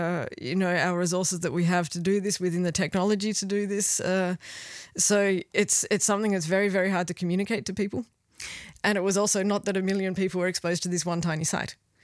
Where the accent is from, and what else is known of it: Perth, Western Australia, Australia; born or raised there; now in Luxembourg